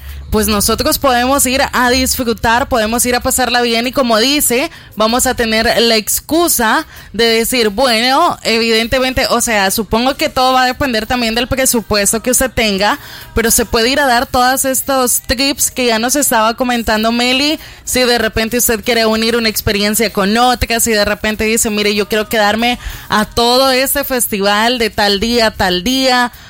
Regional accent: El Salvador

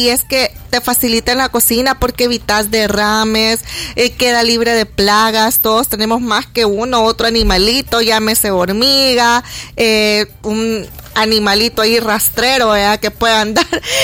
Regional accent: El Salvador; que creo que somos todos los salvadoreños

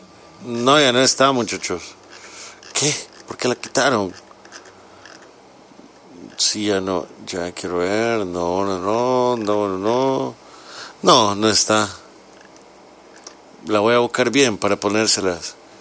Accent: El Salvador; Todos como salvadoreños tenemos la manera de hablar

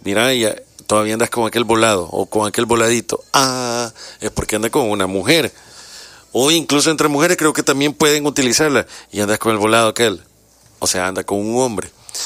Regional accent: El Salvador; tropicalmente hablando como salvadoreño

